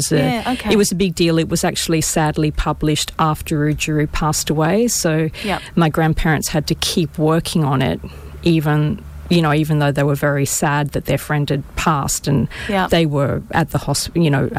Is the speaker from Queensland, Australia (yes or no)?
yes; Brisbane, Queensland, Australia; I grew up in Brisbane, I guess. Well, I moved to Brisbane when I was about 7, so I spent, part of the 70s and then the rest of the time in Brisbane, other than moving overseas for about 15 years.